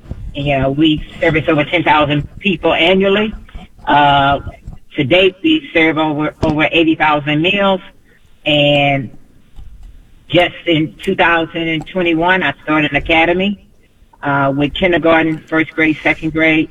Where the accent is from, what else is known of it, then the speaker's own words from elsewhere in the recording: East St. Louis, Illinois, United States; And so now in East St. Louis, my hometown, we're on 100 acres